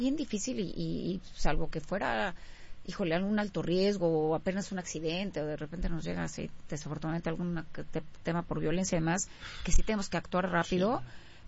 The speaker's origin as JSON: {"language": "Spanish", "country": "Mexico", "said": "soy mexicana."}